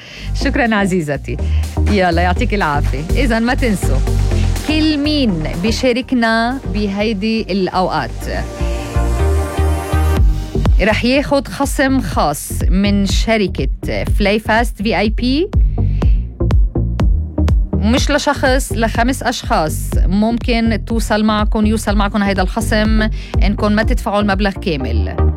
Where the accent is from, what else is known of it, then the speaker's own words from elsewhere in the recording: Lebanon; انا لبنانيه.